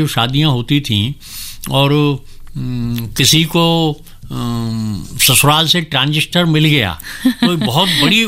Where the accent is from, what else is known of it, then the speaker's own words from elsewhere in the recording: Braj, India; ब्रज मेरी आत्मा में समाया हुआ है, मैं वहीं का रहने वाला हूँ।